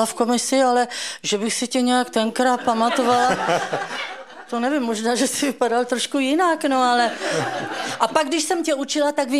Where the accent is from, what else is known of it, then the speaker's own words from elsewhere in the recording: Brno, South Moravian Region, Czechia; protože Brno je domov